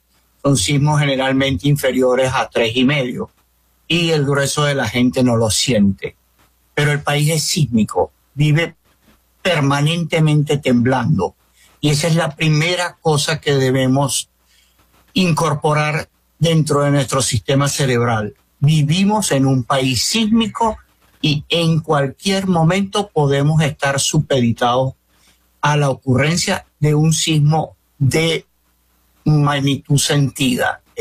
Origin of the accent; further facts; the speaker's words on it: Venezuela; como venezolanos es que justamente vivimos en un país sísmico. Así como sabemos que vivimos en un país tropical y que tenemos en el orden de unos 6 meses de lluvia al año